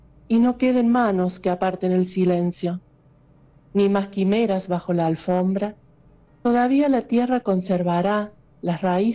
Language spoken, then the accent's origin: Spanish; Argentina; born there; Yo he nacido en Argentina, mis abuelos han nacido en Argentina